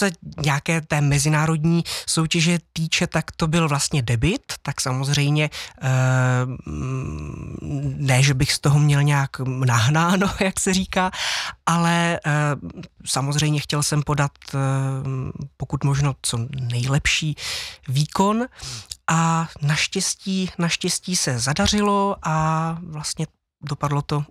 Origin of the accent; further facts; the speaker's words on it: Kroměříž, Zlín Region, Czechia; also born or lived in Havlíčkův Brod / Stříbrná Skalice; potom nějakou krátkou dobu jsem žil s rodiči ve Stříbrné Skalici. No a tak nějak cesty se střetly potom v té Kroměříži, kde vlastně jsem od nějakých 3 let.